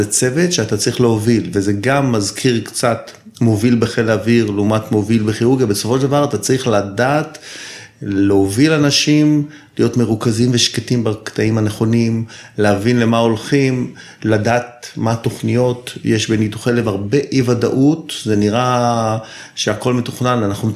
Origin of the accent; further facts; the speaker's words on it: Tel Aviv, Tel Aviv District, Israel; now in Zikhron Ya'akov, Israel; אני תל אביבי במקור, גר היום בזיכון, בן 56